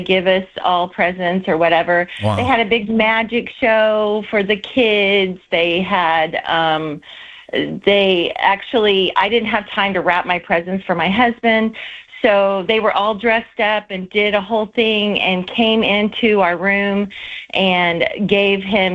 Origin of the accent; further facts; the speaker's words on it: Missouri, United States; We're from Missouri.